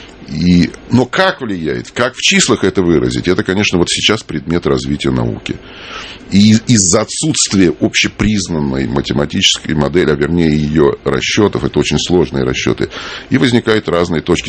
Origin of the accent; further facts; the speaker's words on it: Moscow, Russia; Мое детство прошло в Москве. Я прожил свое детство в доме, который сейчас занимает музей Шилова на Знаменке.